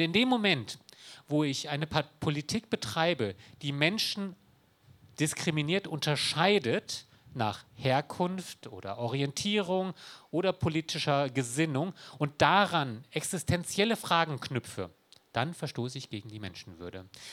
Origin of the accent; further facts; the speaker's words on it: South Korea; now in Germany; Ich bin Deutscher, ich war mal Koreaner, ich bin deutscher Staatsbürger, keine Doppelstaatsbürgerschaft gibt es, da gab es da zu meiner Zeit nicht.